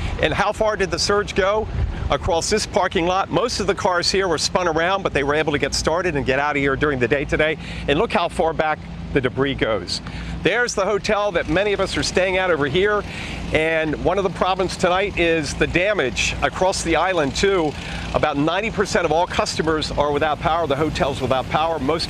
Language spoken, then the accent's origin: English; United States; I grew up on the Maryland-Delaware coast, and I know better.